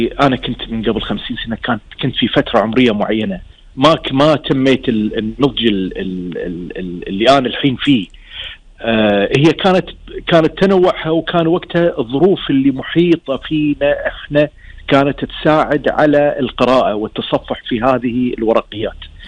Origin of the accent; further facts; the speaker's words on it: Kuwait; احنا كان عندنا في الكويت